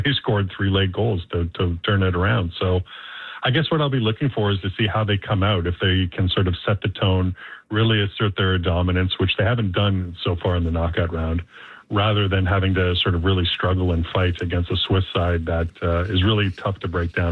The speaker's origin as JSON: {"language": "English", "country": "Canada", "said": "Well, I guess as a Canadian, it's just sort of that first game where Canada played Bosnia and Herzegovina in Toronto."}